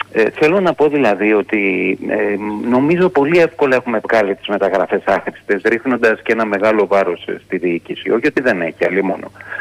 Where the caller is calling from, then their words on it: Piraeus, Attica, Greece; Καλησπέρα … από το Πειραιά.